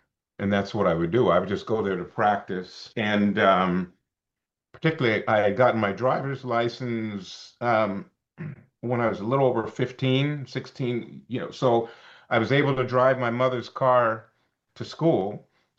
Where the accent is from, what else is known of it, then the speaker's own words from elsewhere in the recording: San Francisco, California, United States; my happenstance of growing up in San Francisco in this time.